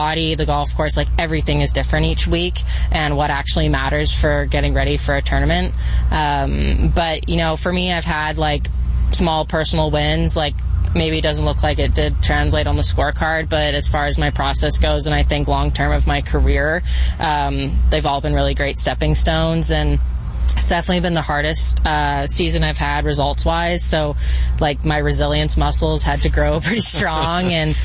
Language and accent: English; Canada; I mean, Canada, we have lots to be proud of. I love being Canadian.